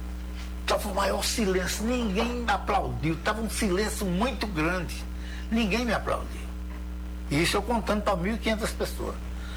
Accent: Taperoá, Paraíba, Brazil; eu na minha terra em Itaperuá

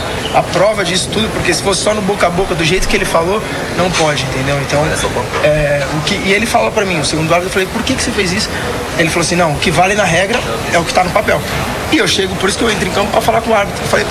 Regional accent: Brazil; Cara, eu sou brasileiro como você também é, né?

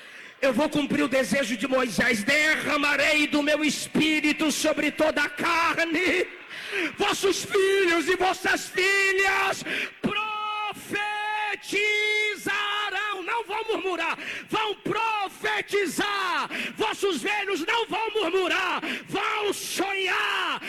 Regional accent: Bahia, Brazil; A gente é baiano

